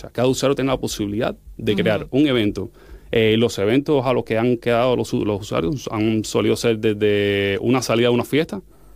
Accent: Cuba; moved away as an adult; also born or lived in Madrid; now in Gijón, Spain; Soy de Cuba.

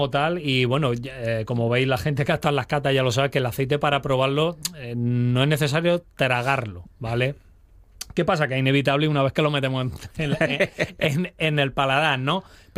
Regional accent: Jaén, Andalusia, Spain; incluso nosotros que venimos de Jaén, que no hemos criado con el aceite, y todo gira en torno al aceite de oliva en Jaén

